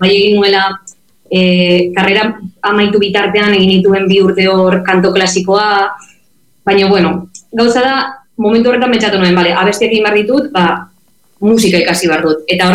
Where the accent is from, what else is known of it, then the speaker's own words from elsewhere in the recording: Vitoria-Gasteiz, Basque Country, Spain; now in Barcelona, Spain; Bai, bai, Gasteiztarra naiz, baina duela mala urte etorri nintzen Bartzelonara ikastera, eta momentu zemendik nabil, baina, bueno, nik beti esaten dut Gasteiztarra naizela eta euskalduna naizela